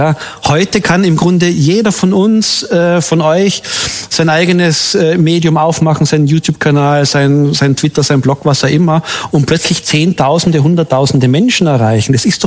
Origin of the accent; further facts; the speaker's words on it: Tyrol, Austria; moved away; ich komme ja ursprünglich aus Tirol